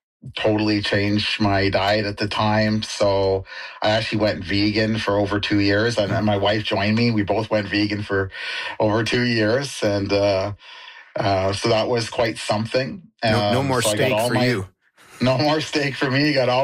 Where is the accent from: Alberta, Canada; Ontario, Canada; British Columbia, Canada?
British Columbia, Canada; Maple Ridge; I'm from Maple Ridge and stuff like that.